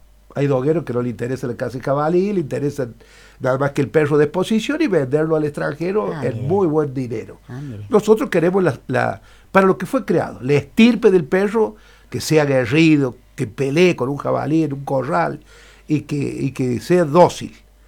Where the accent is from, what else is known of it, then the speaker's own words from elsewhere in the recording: Villa Mercedes, San Luis, Argentina; yo soy nacido y creado en Villa Mercedes.